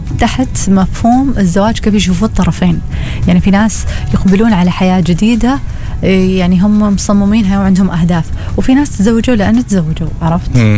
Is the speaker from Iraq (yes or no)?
no; Oman; احنا كعمانيين